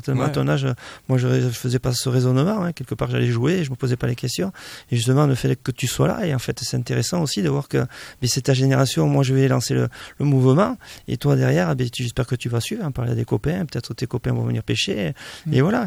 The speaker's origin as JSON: {"language": "French", "region": "Nouvelle-Aquitaine", "country": "France", "tie": "born or raised there", "said": "je suis né dans les BART, j'ai grandi dans les BART, et je vais mourir dans les BART."}